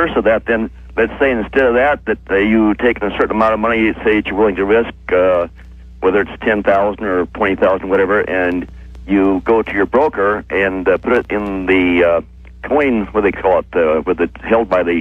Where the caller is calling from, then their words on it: Vancouver, Washington, United States; Yes. I'm calling from Vancouver, Washington.